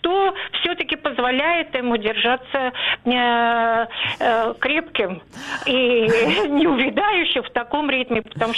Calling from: Saint Petersburg, Russia; Я как петербурженка

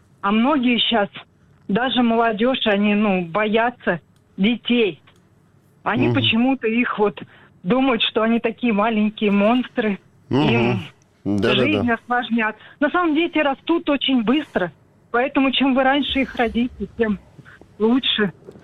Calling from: Kamyshin, Volgograd Oblast, Russia; я из города Камышино.

